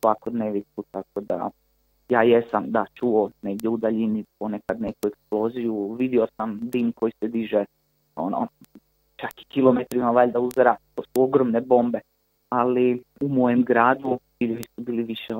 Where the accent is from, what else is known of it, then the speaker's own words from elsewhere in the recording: Croatia; Ja sam odrastao u Hrvatskoj